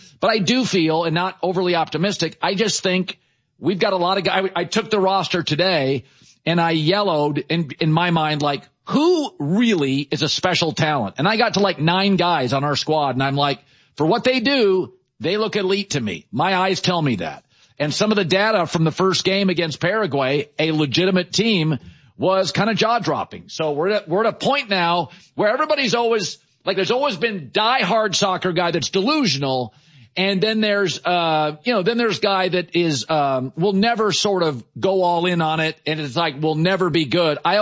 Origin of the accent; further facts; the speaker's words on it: Pacific Northwest, United States; So I grew up in the Northwest, the Seattle Sounders, the Timbers.